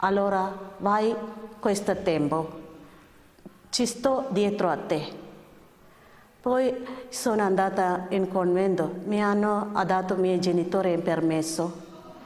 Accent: Kerala, India; born there; Italian is a second language; moved away as an adult; ho vissuto 7 anni di là, giù in India, perché della mia nazionalità India, sono nata in Kerala.

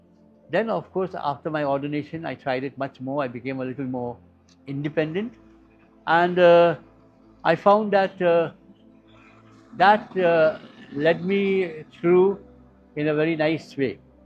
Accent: Kolkata, West Bengal, India; And since I was a vocation from Calcutta, so he treasured it a lot.

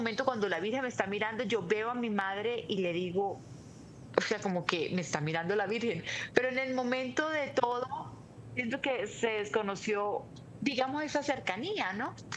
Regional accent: Táriba, Táchira, Venezuela; born there; yo nací en Tariba

